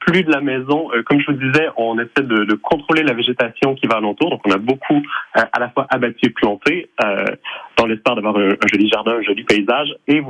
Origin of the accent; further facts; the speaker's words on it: Montreal, Quebec, Canada; moved away as an adult; now in Auvergne, France; Oui, je suis Montréalais d'origine.